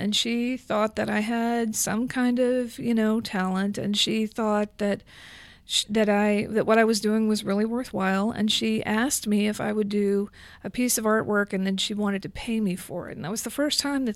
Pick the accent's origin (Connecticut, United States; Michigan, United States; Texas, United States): Texas, United States; Bryan; I grew up in Bryan. I've basically lived there almost my whole life.